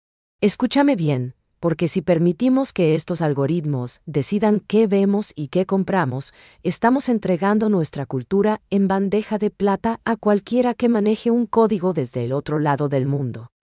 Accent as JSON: {"language": "Spanish", "country": "Paraguay"}